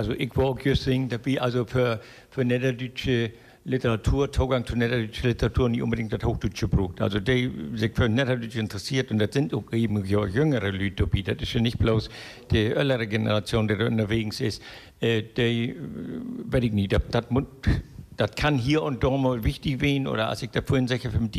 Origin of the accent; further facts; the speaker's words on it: Schleswig-Holstein, Germany; Aber ich bin an der Letz in Dithmarschen, Wien, in meiner Heimat